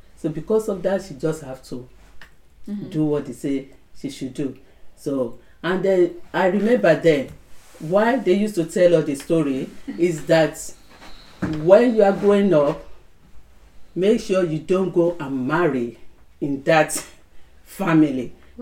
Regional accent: Nigeria; moved away; I'm from Nigeria. I'm from a Yoruba tribe.

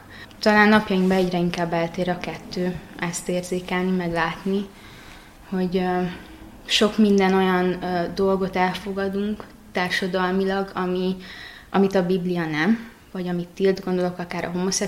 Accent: Baraolt, Covasna, Romania; Én Székelyföldről érkeztem, egy kis városból, Baróta neve. Keresztény családban nőttem fel

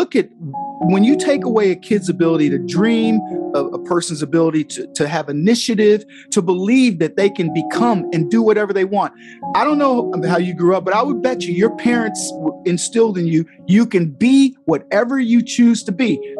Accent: Brady, Texas, United States; born there; also born or lived in San Antonio, Texas; when we moved to Brady from San Antonio, and I was in the second grade

